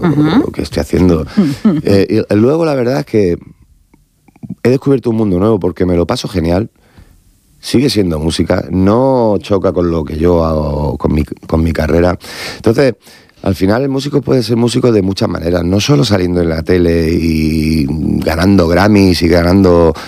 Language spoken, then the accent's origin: Spanish; San Ginés, Region of Murcia, Spain; Yo soy feliz cantando en el Wizzing Center o en la plaza de mi pueblo de San Ginés, sinceramente.